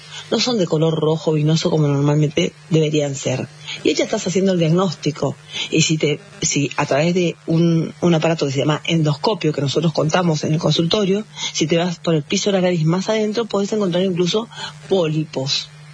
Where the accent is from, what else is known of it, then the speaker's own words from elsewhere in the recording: Bella Vista, Corrientes, Argentina; now in Buenos Aires, Argentina; Yo estoy en Bellavista, Corrientes, ocasionalmente, pero trabajo en Buenos Aires, obvio.